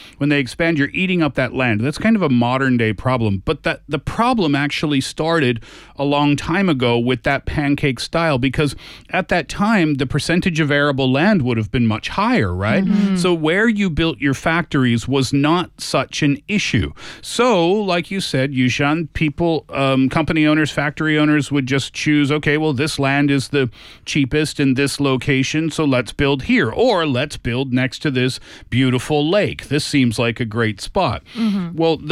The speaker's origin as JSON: {"language": "English", "country": "Canada", "said": "I'm Canadian."}